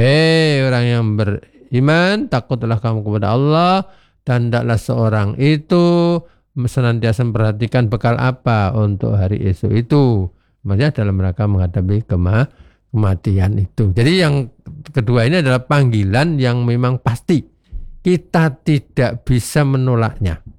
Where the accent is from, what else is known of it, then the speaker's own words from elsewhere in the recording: Java, Indonesia; born there; moved away; also born or lived in East Timor; saya ini kan lahir di Jawa, Mbak Listia ya, kemudian remaja di timur-timur. Nah, sekarang tua di sini ya. Nah, karena sudah 60 berarti saya bilang tua, sudah tua ya.